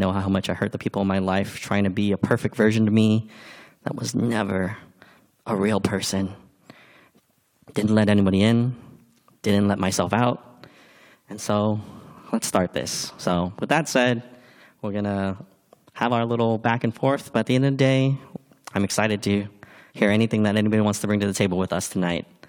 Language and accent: English; Seattle, Washington, United States; born there; I was born in High Point.